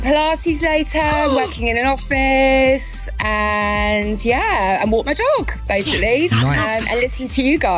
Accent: Croydon, London, United Kingdom; Yeah, I've always lived in Croydon.

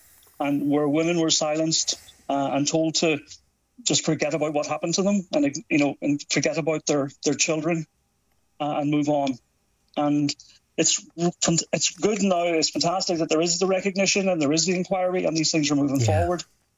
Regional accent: Northern Ireland, United Kingdom; born there; Because I was born in Northern Ireland, but I was taken and adopted out of, fostered and adopted out of the Republic.

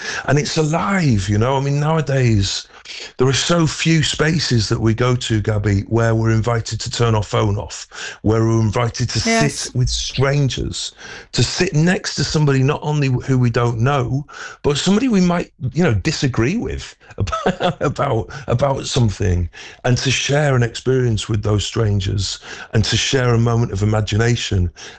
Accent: Stockport, North West England, United Kingdom; And I'm from Stockport, you know, I'm from the kind of suburban edges of Manchester.

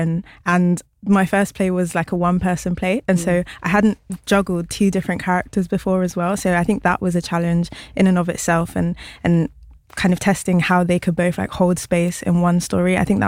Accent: London, United Kingdom; So I'm personally from South East London. Mm-hmm. I've spent most of my time before like university in South East London. I've lived in loads of places across it, but I think the place that shaped me the most was probably New Cross.

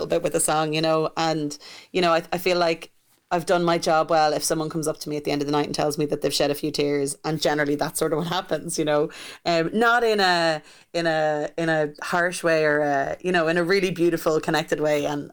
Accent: Carrickmacross, County Monaghan, Ireland; So I grew up in Carrickmacross, County Monaghan, just south of the border in Ireland.

